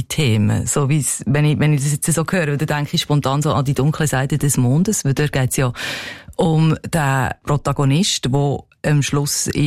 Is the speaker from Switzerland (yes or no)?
yes; Switzerland; dann denkt man als Schweizerin wie ich, also, vielleicht ist ja unser Leben doch nicht so bünzli langweilig